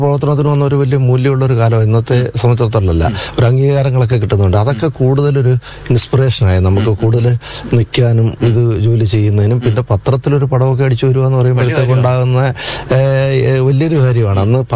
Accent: Charummood, Kerala, India; ഞാൻ ജനിച്ചത് ആലപ്പുഴ ജില്ലയിലാണ്. കരിമുളയ്ക്കലിനും ചാരുമൂടിനും ഇടയിലുള്ള ഒരു സ്ഥലമാണ് അവിടെ. അത് ഞാനൊരു 4 ക്ലാസ് വരെ ചാരുമൂട് സ്കൂളിലാണ് പഠിച്ചത്.

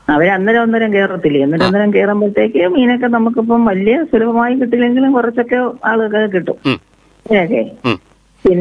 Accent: Kollam, Kerala, India; കൊല്ലം തോടിന്റെ അരുവിന നമ്മുടെ ഞാൻ ജനിച്ചു വളർന്നതെല്ലാം

